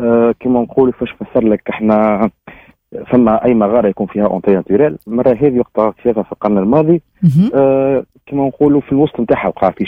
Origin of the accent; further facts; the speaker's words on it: Tunisia; هذيك الجزيرة الحلم والكنز الطبيعي الموجود عندنا في تونس.